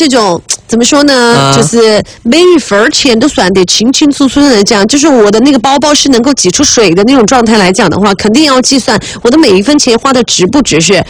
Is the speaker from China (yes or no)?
yes; Sichuan, China; 我们作为一个四川人